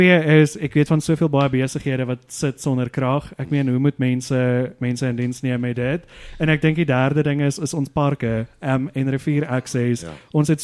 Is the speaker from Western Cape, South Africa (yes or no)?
no; Vanderbijlpark, Gauteng, South Africa; ek kom van Vanderbijl af en jy is reg langs die Vaalrivier